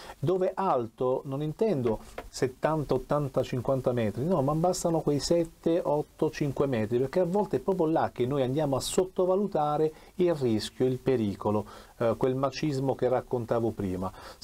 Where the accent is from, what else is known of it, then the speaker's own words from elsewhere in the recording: Taranto, Apulia, Italy; anche io ho detto … ma non vengo da Assisi, anche io sono di Taranto